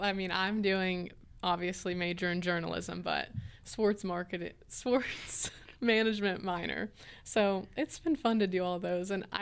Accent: Kentucky, United States; moved away as an adult; I'm from Kentucky

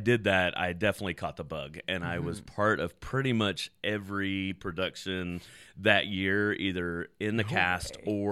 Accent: Bryan, Texas, United States; born there; So yes, I am from Bryan College Station. My family moved here when I was like 8.

